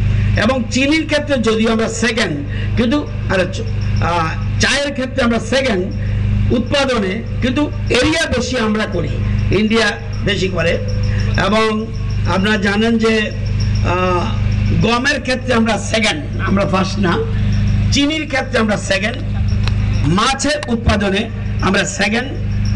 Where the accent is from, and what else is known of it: India